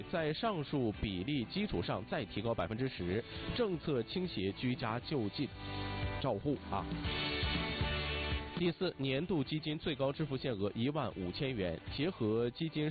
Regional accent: Jilin, China; 最近啊，咱们延边人问的最多的长户险

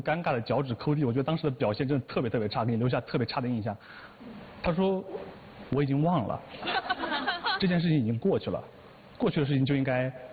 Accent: Chengdu, Sichuan, China; 我说我是成都人。

